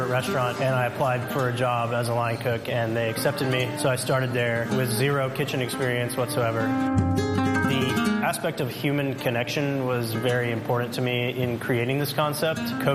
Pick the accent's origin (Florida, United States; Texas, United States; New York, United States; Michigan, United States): Texas, United States; Houston; I grew up in Houston, Texas. I actually went to University of Houston Bauer School of Business and I studied supply chain management.